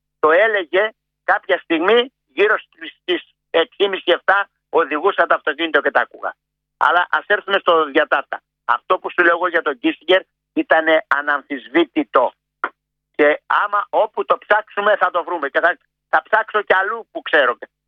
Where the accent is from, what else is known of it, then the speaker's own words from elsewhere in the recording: Kalavryta, Western Greece, Greece; κατάγομαι από Πελοπόννησο, Μανώλη, και από Καλάβρητα